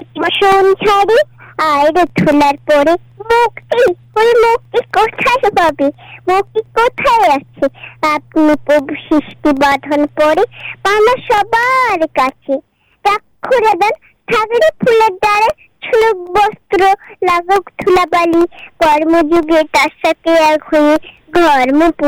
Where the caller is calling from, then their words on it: West Bengal, India; আমি পশ্চিমবঙ্গের